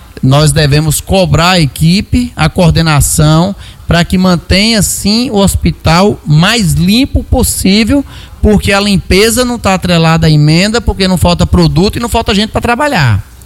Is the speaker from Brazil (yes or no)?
yes; Brazil; nós temos a 19 em minha terra natal